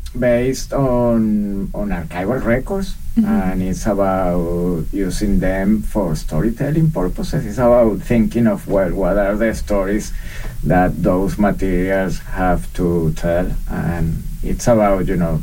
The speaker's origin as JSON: {"language": "English", "country": "Venezuela", "moved": "as an adult", "lives_now": "London, Canada", "said": "I'm originally from Venezuela in Latin America, but I'm also a Canadian. I've been here in Canada and in London since 2010."}